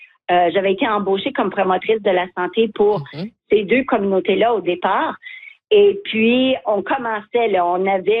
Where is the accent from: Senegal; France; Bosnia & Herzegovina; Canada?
Canada; Mattawa, Ontario; parce que moi, je viens de Matawa, ça fait que c'était vraiment, vraiment intéressant pour moi de faire un retour à mes racines